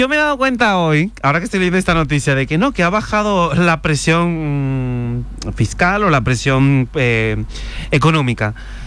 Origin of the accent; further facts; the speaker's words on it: Dominican Republic; los dominicanos, que en pleno verano nos gusta hacer sopa y sancocho